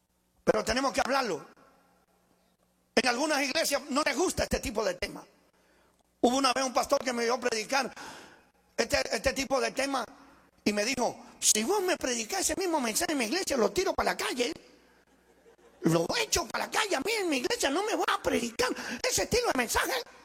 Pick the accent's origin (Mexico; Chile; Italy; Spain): Italy; para aquellos que vienen por primera vez, que no me conocen, yo soy italiano. Está raro, pero es así.